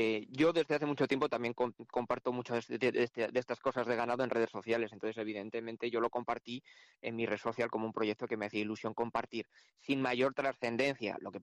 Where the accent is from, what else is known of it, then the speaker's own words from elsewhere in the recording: Soria, Castile and León, Spain; yo soy de Soria.